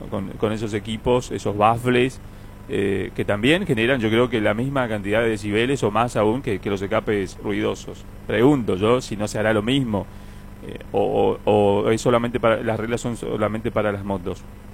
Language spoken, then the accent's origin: Spanish; Alvear, Corrientes, Argentina; moved away; Hoy se va a Alvear, a mi pueblo.